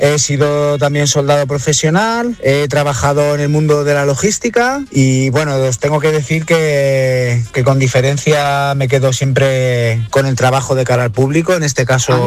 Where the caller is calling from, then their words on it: Madrid, Community of Madrid, Spain; Hola, Pulpo y ponedores, buenas noches. … de Madrid. Tengo 45 años